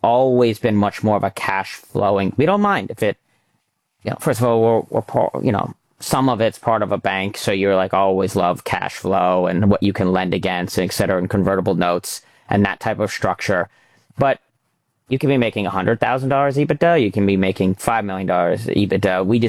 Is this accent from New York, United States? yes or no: yes; New York, United States; I grew up in the Hamptons, and I caddied at every golf course just to have access to a golf course.